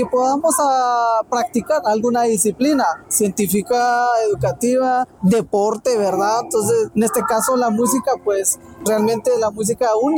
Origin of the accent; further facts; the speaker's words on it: San Juan Ostuncalco, Quetzaltenango, Guatemala; Nosotros venimos de Quetzaltenango, específicamente de San Juan Ostuncalco.